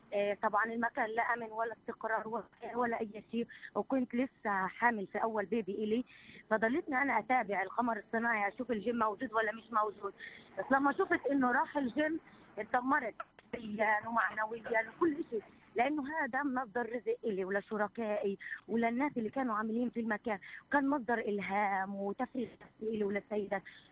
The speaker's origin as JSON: {"language": "Arabic", "town": "Gaza", "region": "Gaza Strip", "country": "Palestine", "said": "كان آخر فترة عندنا بغزة"}